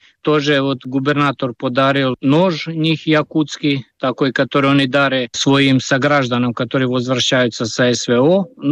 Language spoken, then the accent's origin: Russian; Serbia; Russian is a second language; moved away; Ну как, я просто уехал из Сербии 2013 года, не хотелось больше жить там.